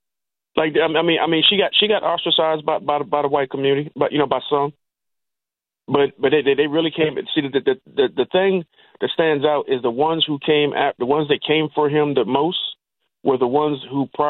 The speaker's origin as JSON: {"language": "English", "region": "Maryland", "country": "United States", "tie": "born or raised there", "said": "my hometown in Eastern Maryland."}